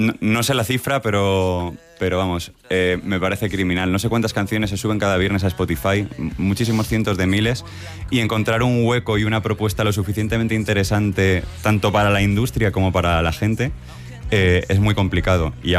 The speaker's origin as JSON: {"language": "Spanish", "town": "Alicante", "region": "Valencian Community", "country": "Spain", "said": "aunque yo soy alicantino y amo mi ciudad, pero lo de Murcia no tiene ningún sentido."}